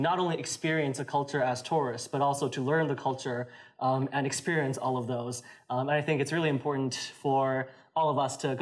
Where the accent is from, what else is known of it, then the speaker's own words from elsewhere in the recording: Beijing, China; moved away; I'm originally from Beijing, China.